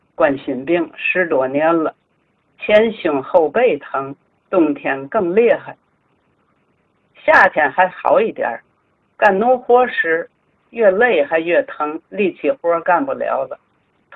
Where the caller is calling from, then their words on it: Tianjin, China; 我来自天津市西青区，今年81岁，1946年出生，农历11月初七。